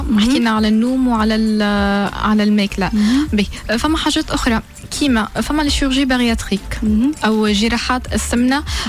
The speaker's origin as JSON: {"language": "Arabic", "country": "Tunisia"}